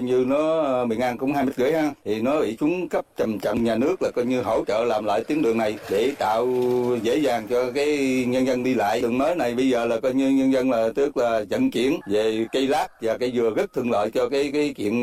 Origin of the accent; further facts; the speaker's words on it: An Giang, Vietnam; Và tôi thấy nông thôn mới của quê hương tôi là rất đẹp đó.